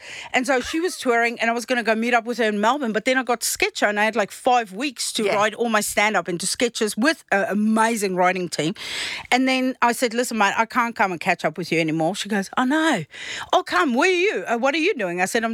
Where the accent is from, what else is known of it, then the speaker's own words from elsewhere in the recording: South Africa; And so I'm South African, I've got a charcoal barbecue outside.